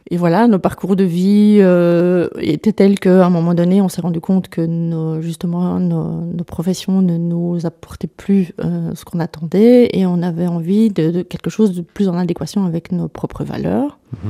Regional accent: Namur, Wallonia, Belgium; moi je suis namuroise, pure souche.

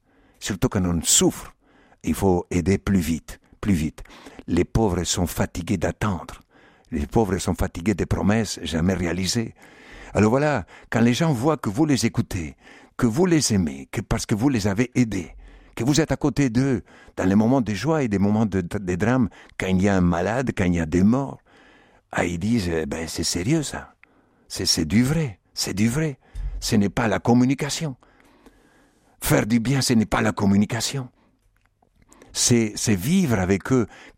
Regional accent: Argentina; moved away as an adult; now in Madagascar; Quand j'ai quitté l'Argentine, j'ai pleuré. J'ai pleuré quand j'ai quitté l'Argentine. Je l'ai quitté en 1968, en bateau.

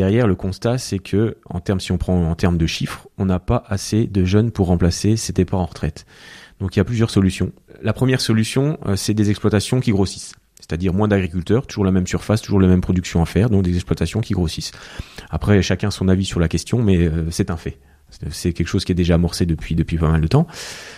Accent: Grand Est, France; Alors chez nous en Moselle, c'est pas le cas.

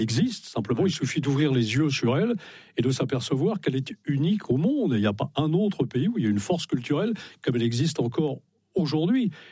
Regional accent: Brittany, France; c'est pas parce que je suis breton que je ne fais pas partie. Nous avons été vassalisés par l'histoire de France, mais bretons malgré nous.

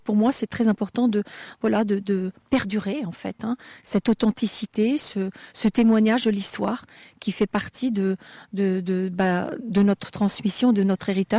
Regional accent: Fronsac, Nouvelle-Aquitaine, France; born there; Oui, alors je suis née ici à Fronsac, et je dors actuellement dans la chambre dans laquelle je suis, donc c'est toute une continuité.

